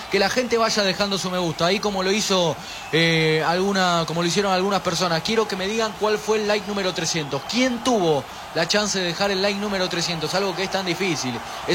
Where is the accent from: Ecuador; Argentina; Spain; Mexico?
Argentina; siendo argentino